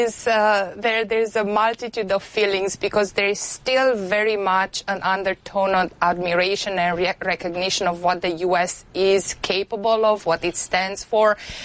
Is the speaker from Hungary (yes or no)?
no; Oradea, Bihor County, Romania; born or raised there; also born or lived in Timișoara